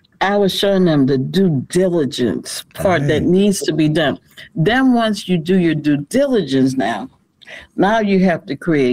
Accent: New Orleans, Louisiana, United States; moved away; I'm originally from New Orleans.

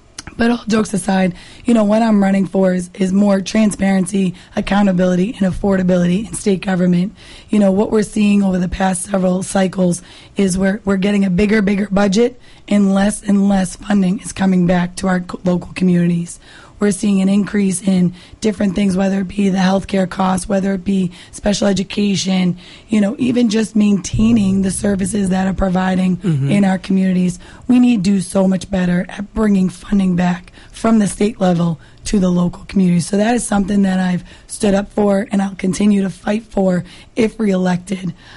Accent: Abington, United States; I was born and raised in Abington. I'm raising my family now in the same community of Abington.

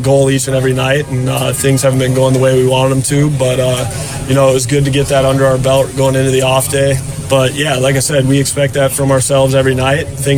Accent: Midwest, United States; I grew up in the Midwest heat

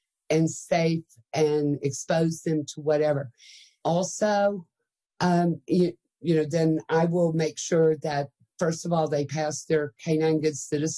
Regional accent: Texas, United States; Well, I'm a Texan. I have long legs.

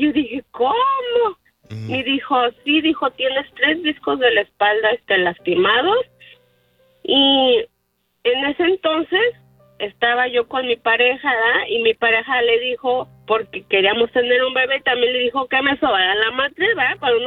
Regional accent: Uruapan, Michoacán, Mexico; yo soy de Uruapan.

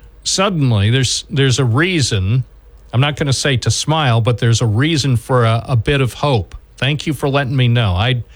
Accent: United States; if I didn't grow up in this country and I didn't believe in this country

